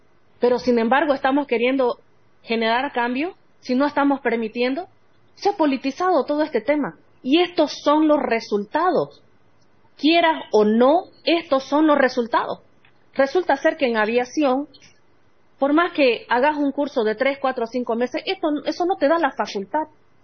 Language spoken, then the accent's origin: Spanish; Bolivia